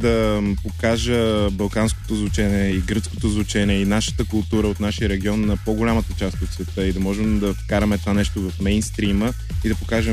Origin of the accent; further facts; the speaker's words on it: Crete, Greece; also born or lived in New Jersey, United States; Роден съм в Нью Джерси, като много малка обаче се мести с местото ми да живеем на Крит. И всъщност голяма част от детството ми е минала точно между тези два острова, Нью Джерси и Крит.